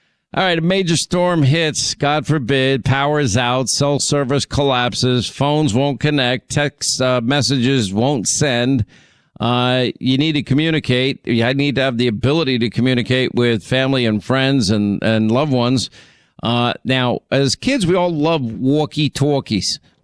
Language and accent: English; New York, United States; accent: New York; I didn't realize how thick my New York accent was until I was in Huntsville, Alabama.